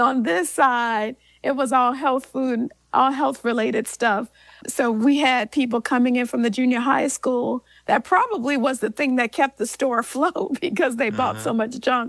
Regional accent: Gary, Indiana, United States; We grew up in Gary, Indiana, with just not in the best situation. We grew up poor

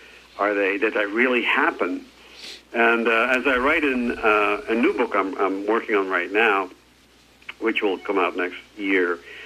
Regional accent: United States; me as an American archaeologist

